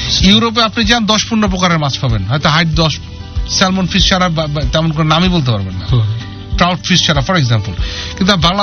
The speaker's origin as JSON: {"language": "Bangla", "country": "Bangladesh"}